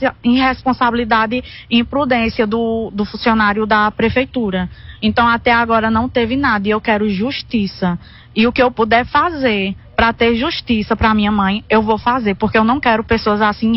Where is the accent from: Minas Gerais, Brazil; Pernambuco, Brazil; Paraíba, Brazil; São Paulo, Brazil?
Pernambuco, Brazil; Águas Belas; Isso, somos de Águas Belas.